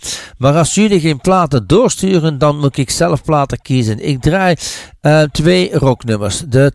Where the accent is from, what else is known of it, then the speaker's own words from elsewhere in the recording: Flanders, Belgium; Dat is een van de grote hits die bij ons in Vlaanderen nummer 1 scoorde, toch wel, in 1986.